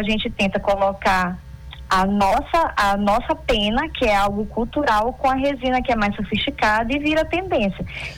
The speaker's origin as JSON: {"language": "Portuguese", "region": "Amazonas", "country": "Brazil", "moved": "as an adult", "lives_now": "Manaus, Brazil", "said": "Eu sou do interior do Amazonas. Ah. Eu cheguei aqui em Manaus procurando oportunidade de emprego"}